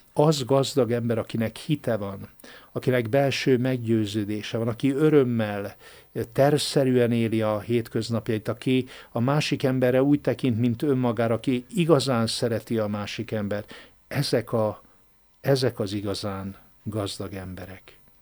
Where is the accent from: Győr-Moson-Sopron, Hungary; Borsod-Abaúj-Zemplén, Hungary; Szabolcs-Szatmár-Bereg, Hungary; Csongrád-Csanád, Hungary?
Győr-Moson-Sopron, Hungary; Mosonmagyaróvár; born or raised there